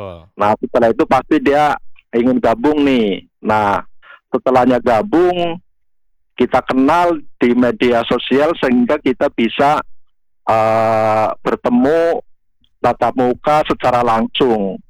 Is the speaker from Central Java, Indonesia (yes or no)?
yes; Kebumen, Central Java, Indonesia; Kita karena kita asalnya dari Kebumen dan sekitarnya ya kita dibikin seperti induk kayak gitu.